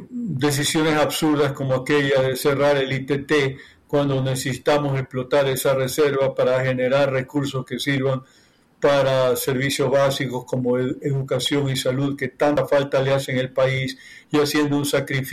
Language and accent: Spanish; Ecuador; Y ahora terminamos siendo perjudicados los ecuatorianos